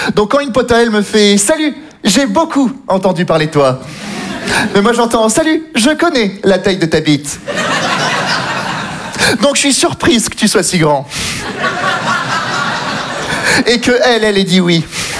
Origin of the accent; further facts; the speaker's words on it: south of France, France; Moi, je viens du Sud, ok.